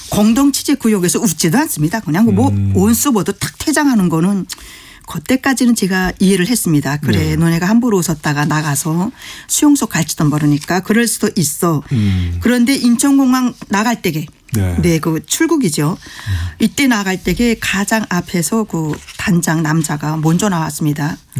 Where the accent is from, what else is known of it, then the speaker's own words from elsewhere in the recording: North Korea; moved away; 저는 한 번도 북한에서 떠난 탈북민으로서 네. 분노를 느꼈어요.